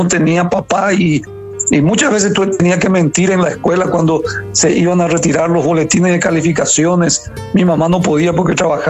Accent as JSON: {"language": "Spanish", "region": "Asunción", "country": "Paraguay", "tie": "born or raised there", "moved": "yes", "lives_now": "Brazil", "said": "Yo soy asunceno, nací en Asunción del Paraguay. Vengo de una familia disfuncional"}